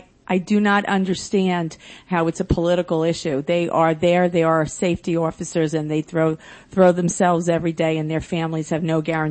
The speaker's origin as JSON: {"language": "English", "town": "Lynbrook", "region": "New York", "country": "United States", "tie": "born or raised there", "lives_now": "Rockville Centre, United States", "said": "I grew up in Lynbrook, where we had village police."}